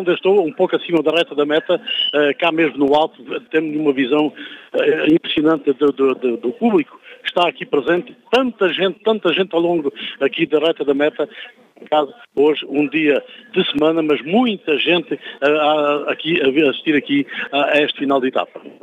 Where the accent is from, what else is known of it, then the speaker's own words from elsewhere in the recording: Alentejo, Portugal; eu e tu, Teixeira, que viemos do Alentejo